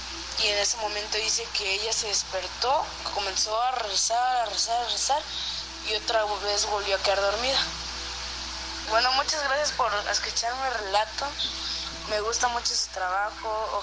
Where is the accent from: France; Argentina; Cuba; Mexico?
Mexico; Coatzacoalcos, Veracruz; soy de Coatzacoalcos, Veracruz.